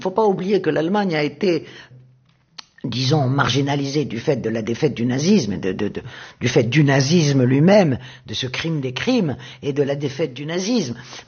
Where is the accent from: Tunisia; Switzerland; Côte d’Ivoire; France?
Tunisia; je ne suis pas une juive tunisienne, je suis une tunisienne juive.